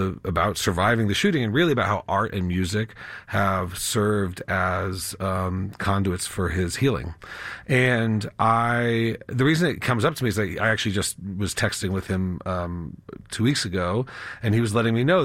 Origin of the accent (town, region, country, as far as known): Colorado, United States; born or raised there